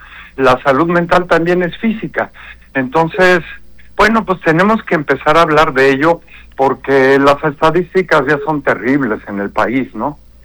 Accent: Mexico; Pues somos mexicanos, ¿no?

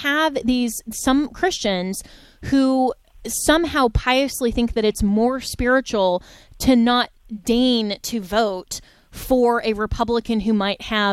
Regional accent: Florida, United States; You know, here in my home state of Florida

